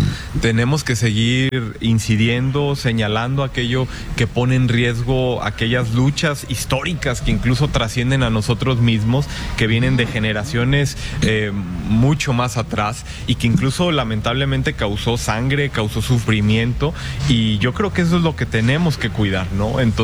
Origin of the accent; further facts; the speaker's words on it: Irapuato, Guanajuato, Mexico; somos de aquí, somos de Irapuato, somos orgullosos de esta tierra.